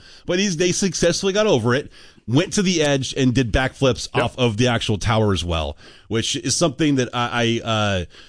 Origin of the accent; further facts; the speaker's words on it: Portland, Oregon, United States; I'm not a big fan of the city of Seattle because I grew up in Portland and they're kind of rival cities.